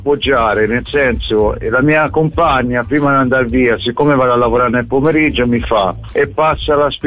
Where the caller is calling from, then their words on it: Bologna, Emilia-Romagna, Italy; Io sono di Bologna, quindi devo seguire tramite internet, tramite streaming